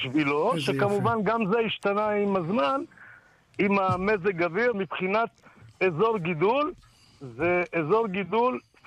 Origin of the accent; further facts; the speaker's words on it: Dimona, Southern District, Israel; moved away; אני תמיד מאז שהייתי ילד קטן, אני במקור מדימונה.